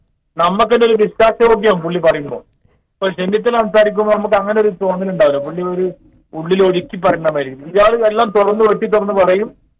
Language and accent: Malayalam; Kondotty, Kerala, India; Malappuram Kondotty water.